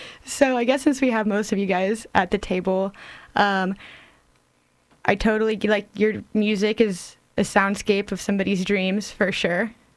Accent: San Antonio, Texas, United States; moved away; I'm from San Antonio.

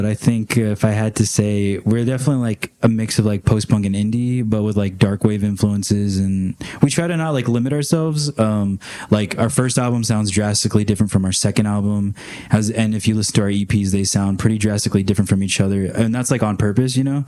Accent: San Antonio, Texas, United States; we're from Texas, so like San Antonio, it's like it's always hot there.

